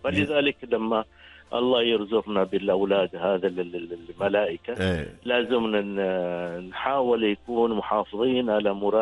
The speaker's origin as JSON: {"language": "Arabic", "country": "Oman", "said": "عندنا في سلطنة عمان"}